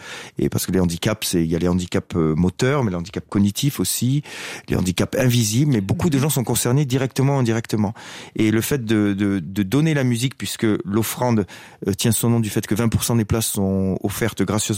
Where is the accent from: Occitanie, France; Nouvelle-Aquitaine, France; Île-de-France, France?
Occitanie, France; Donc moi je suis des Hautes-Pyrénées. Donc c'est un endroit c'est l'endroit où je suis né et où j'habite encore aujourd'hui d'ailleurs.